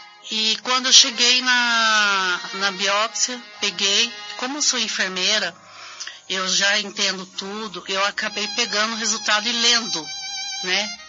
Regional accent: Capivari, São Paulo, Brazil; sou da cidade de Capivari.

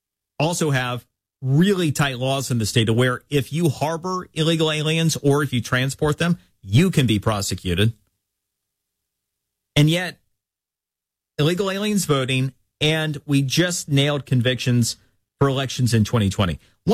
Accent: Florida, United States

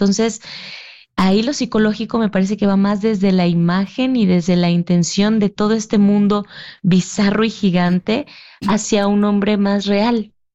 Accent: Mexico; Aquí en México, pues tuvimos esta respuesta y sentíamos esta afinidad, somos mexicanos, vivimos las mismas realidades.

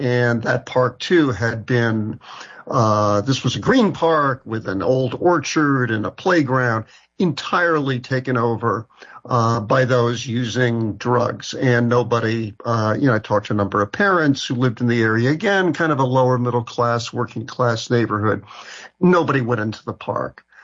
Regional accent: New York City, New York, United States; I grew up in New York City.

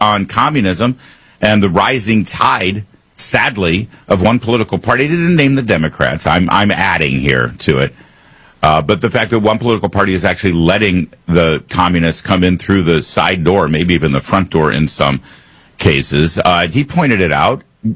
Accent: United States; And it was air-conditioned because we're American, damn it.

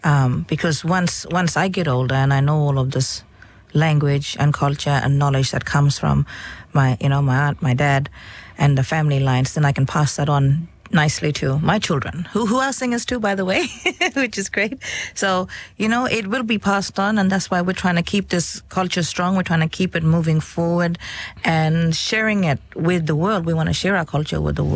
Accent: Halls Creek, Western Australia, Australia; because I grew up in Halls Creek, but I'd always go back home to Bidjerenga and to Block and Mijimol Maya

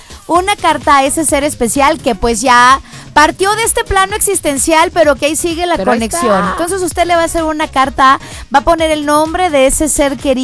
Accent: Mexico; así somos los mexicanos.

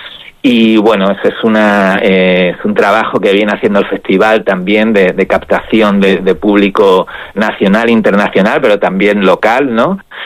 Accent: Melilla, Spain; cuando yo vivo en Melilla, soy de Melilla y estoy siempre pues al tanto de lo que ocurre en la ciudad

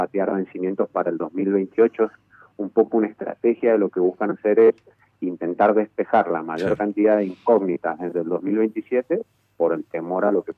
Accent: Argentina; somos todos los argentinos.

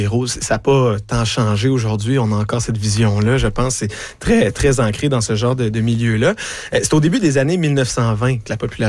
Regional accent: Quebec, Canada; chez nous, en Estrie. Mais pourtant, il y a peu de gens qui savent que notre région, c'est l'un des berceaux du golf au Canada, voire même en Amérique du Nord

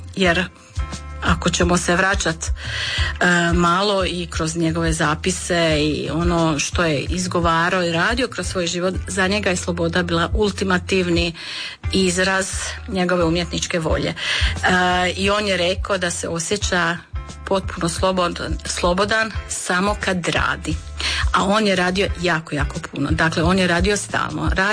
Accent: Osijek, Osijek-Baranja County, Croatia; kod nas u Osijeku

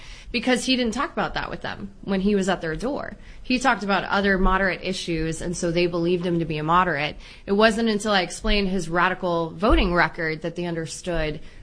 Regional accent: Round Rock, Texas, United States; I grew up in Round Rock. That's where I represent.

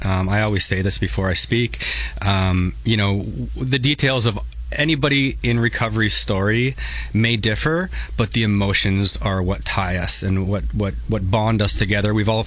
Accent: St. Catharines, Ontario, Canada; I grew up in St. Catharines. I was a small kid, smaller than the rest of the kids.

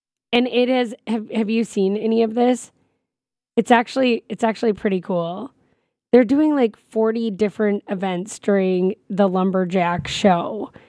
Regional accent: Bismarck, North Dakota, United States; I grew up in Bismarck. Maybe lumberjacking isn't as big out there.

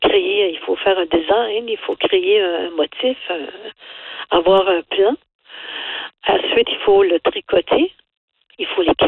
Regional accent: Edmundston, New Brunswick, Canada; now in Bathurst, Canada; Je suis originaire d'Edmundston, mais j'habite à Bathurst.

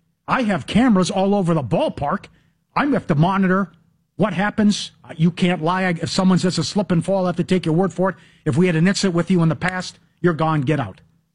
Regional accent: Minnesota, United States; When I grew up in Minnesota, when he was with the North Stars, Dino Ciccarelli got his mail once naked.

